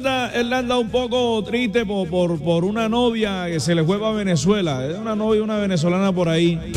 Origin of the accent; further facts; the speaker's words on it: Montería, Córdoba, Colombia; Yo también me siento orgulloso de ser olimpiquista y pertenecer a esta hermosa tierra, la hermosa perla del Sinú que tanto me encanta, el mejor vividero del mundo.